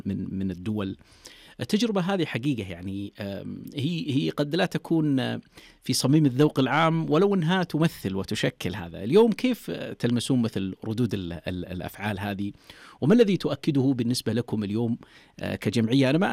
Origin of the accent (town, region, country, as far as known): Saudi Arabia